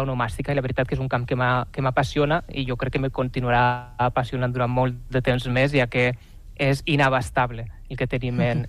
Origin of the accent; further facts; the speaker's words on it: Valencian Community, Spain; accent: Valencian; Sí, ja m'ho he enganxat que sóc valencià, la veritat que dic dues paraules i se'm nota de seguida, no?